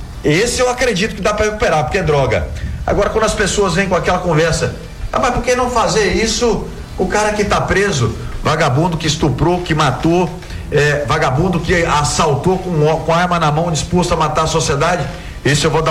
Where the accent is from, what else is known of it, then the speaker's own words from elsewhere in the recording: Rondônia, Brazil; sou cria do estado de Rondônia